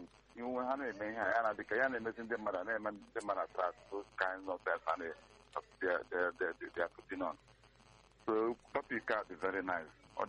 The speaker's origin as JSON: {"language": "English", "country": "Nigeria", "said": "Because let me say that I'm from Igbo, so let me use Igbo."}